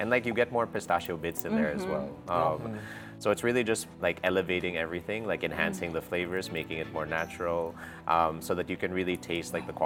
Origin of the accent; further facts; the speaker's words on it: Philippines; We're just really proud of being Filipino